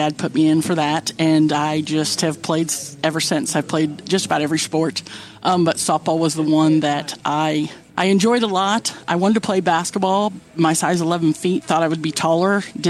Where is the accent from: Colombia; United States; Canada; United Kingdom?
United States; Belton, Missouri; I grew up in Belton and we didn't have state.